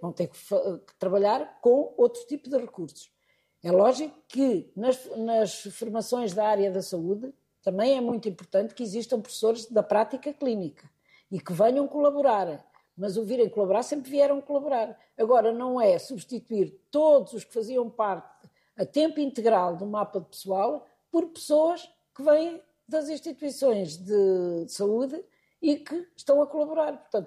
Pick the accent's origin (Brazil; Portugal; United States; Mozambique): Portugal; Coimbra, Centro; continuo a ir a Coimbra muitas vezes, portanto, sou de Coimbra, também é natural